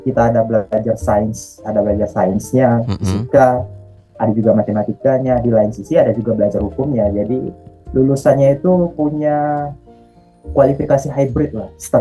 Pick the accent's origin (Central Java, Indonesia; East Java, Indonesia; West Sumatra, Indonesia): West Sumatra, Indonesia; Bukittinggi; born there; also born or lived in Sibolga; Sebenarnya saya lahir di Bukit Tinggi, tapi sekolah menengah di Man Tapanuli Tengah dan juga kuliah di Aceh.